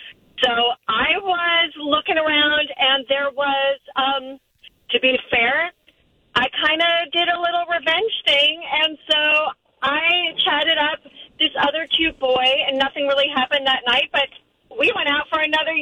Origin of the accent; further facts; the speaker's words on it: New York, United States; moved away; So I grew up in New York